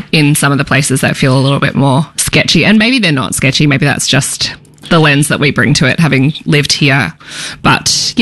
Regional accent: Australia; I do feel like as an Australian, we're so spoiled with beaches here.

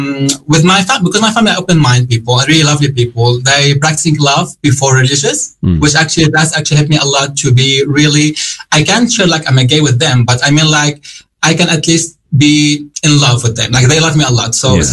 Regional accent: Latakia, Latakia Governorate, Syria; moved away as an adult; now in Perth, Australia; I came from Syria. I live all my life in Syria.

